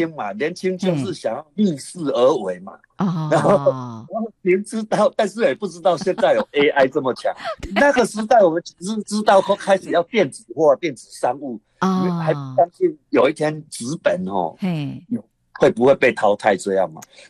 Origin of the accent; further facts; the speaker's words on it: Yunlin County, Taiwan; accent: Haikou accent (coastal Taiwanese Hokkien); 我云林、哦、海口腔。